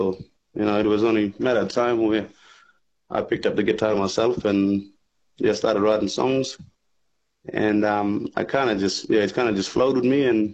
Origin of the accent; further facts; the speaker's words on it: Fitzroy, Western Australia, Australia; I actually only just recently moved back to Fitzroy. It's my hometown.